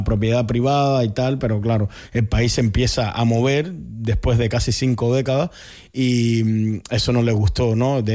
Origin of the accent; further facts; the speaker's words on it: Cuba; Pero claro, como buen cubano, y como te puedes dar cuenta, cuando entré a la universidad me como todas las R, todas las S, hablo rápido, me trastabillo.